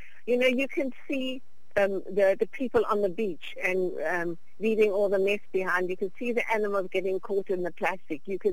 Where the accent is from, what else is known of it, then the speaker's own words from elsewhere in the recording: Cape Town, Western Cape, South Africa; We're from Cape Town. We work in Cape Town primarily